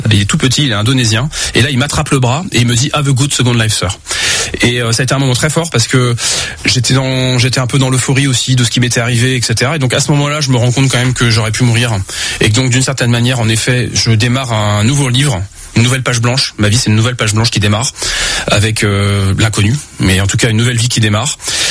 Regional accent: Pays de la Loire, France; now in Vannes, France; dans le Maine-et-Loire, là où j'ai grandi, où mes parents avaient encore leur maison à cette époque-là.

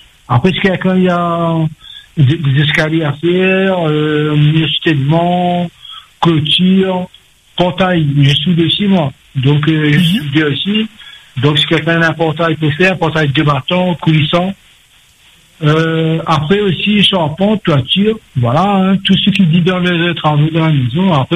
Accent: Italy; du fait que je suis italien

